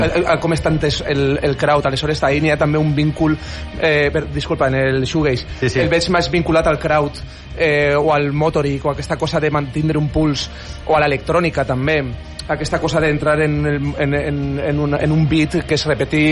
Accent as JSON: {"language": "Catalan", "town": "Valencia", "region": "Valencian Community", "country": "Spain", "said": "nosaltres som de València"}